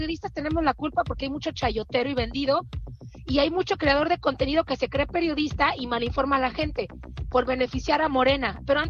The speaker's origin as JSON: {"language": "Spanish", "region": "Sinaloa", "country": "Mexico", "tie": "born or raised there", "said": "Fíjate que yo pasé mi infancia en Sinaloa. Por eso conozco perfectamente Sinaloa. Sí, parte de mi infancia."}